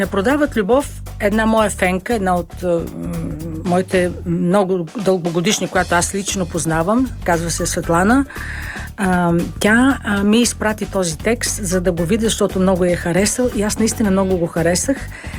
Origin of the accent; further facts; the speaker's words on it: Burgas, Burgas Province, Bulgaria; now in Sofia, Bulgaria; Аз обичам много моя роден град и даже наскоро си купих и жилище там.